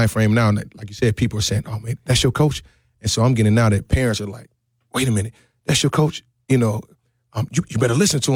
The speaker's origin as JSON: {"language": "English", "town": "Milwaukee", "region": "Wisconsin", "country": "United States", "said": "I'm from North Meadows."}